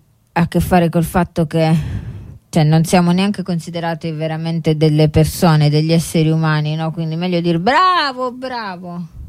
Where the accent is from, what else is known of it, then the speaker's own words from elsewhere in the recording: Apulia, Italy; io sono di origine, sono pugliese, quindi penso che in Puglia non si sia neanche mai arrivati a concettualizzare il decreto 162